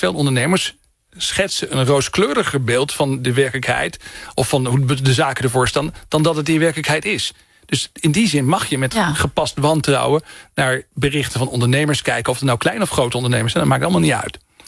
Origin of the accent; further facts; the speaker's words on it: Groningen, Netherlands; Want ik kom uit Oost-Groningen.